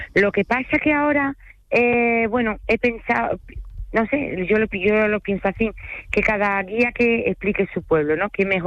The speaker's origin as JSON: {"language": "Spanish", "country": "France", "second_language": "Spanish", "said": "oui, je parle en français. Y yo soy bilingüe. Entonces, hago visita en francés y en español, ¿vale? Porque soy francés, aunque no se me note, todo el mundo me lo dice."}